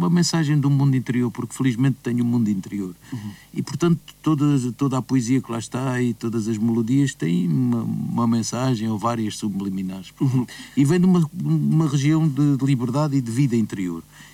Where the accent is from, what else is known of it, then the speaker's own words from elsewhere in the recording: Lisbon, Portugal; now in Alentejo, Portugal; eu sou de Lisboa, vivo é no Alentejo